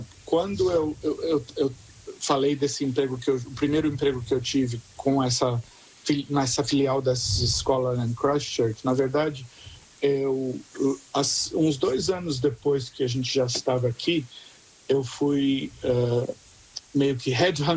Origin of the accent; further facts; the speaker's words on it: Brazil; Ou seja, eu como brasileiro estava treinando professores kiwis.